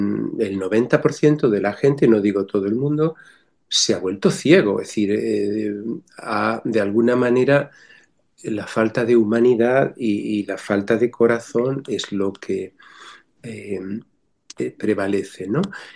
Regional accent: Extremadura, Spain; Soy extremeño profundo, pero no se nota.

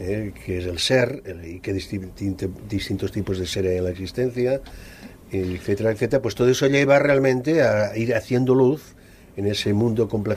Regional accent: Aragon, Spain; Digamos que soy maño.

